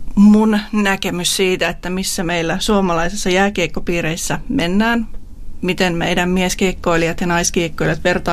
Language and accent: Finnish; Hamina, Kymenlaakso, Finland; moved away as an adult; also born or lived in Kotka; Sellainen viaton 21-vuotias metsätalousinsinööriopiskelija. Asuin silloin Kotkassa, olin muuttanut Haminasta kotikaupungistani sinne.